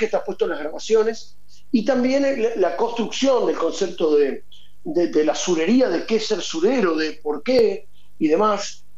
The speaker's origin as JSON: {"language": "Spanish", "town": "Temperley", "region": "Buenos Aires Province", "country": "Argentina", "said": "yo soy de Temperley, ¿no?"}